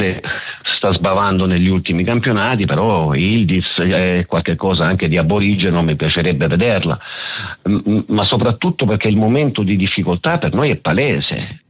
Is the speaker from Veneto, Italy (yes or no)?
no; Taranto, Apulia, Italy; born there; vorrei fare i complimenti alla mia città natale Taranto